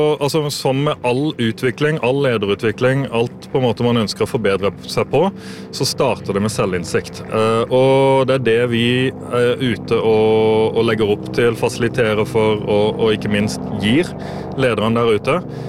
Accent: Norway; Det kan vara typiskt alltså detta som norrmän vet vi väldigt gott att måten vi kanske tar upp ting på kan vara lite passiv-aggressivt.

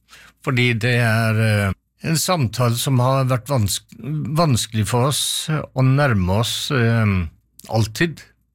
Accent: Vestfold og Telemark, Norway; accent: Telemark dialect; snakket telemarksmål med dem, da ble jeg mer og mer radikal i min dialekt, og finner tilbake til språket gjennom de gamle som jeg besøker.

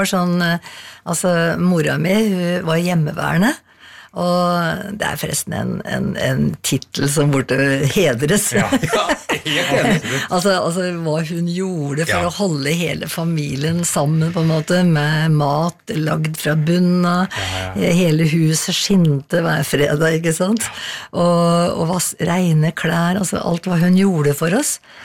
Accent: Skreia, Innlandet, Norway; now in Asker, Norway; Det er liksom Toten og Skreia, det er der jeg vokste opp, ikke sant? Så det er liksom røttene mine. Og så har jeg bodd nå i Asker, mye lenger da.

